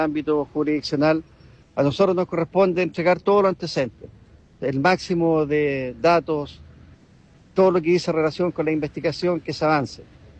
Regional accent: Chile; Aquí la sociedad, esta bonita sociedad que somos todos los chilenos, no merecemos esto.

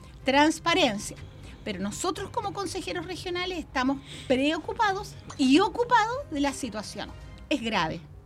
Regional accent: Chile; nosotros siempre nos creímos la muerte como chilenos

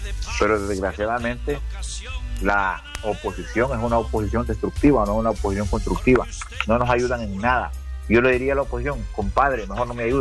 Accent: Honduras; que tampoco nosotros como hondureños hemos tenido también la culpa

